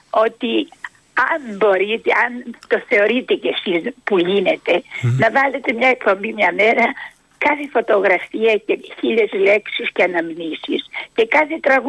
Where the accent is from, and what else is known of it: Chalcedon, Istanbul, Turkey; moved away as an adult